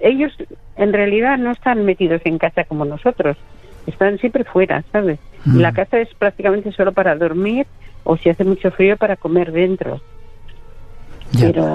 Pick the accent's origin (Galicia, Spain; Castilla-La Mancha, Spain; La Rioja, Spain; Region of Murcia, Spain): Castilla-La Mancha, Spain; Toledo; cuando le digo que soy de Toledo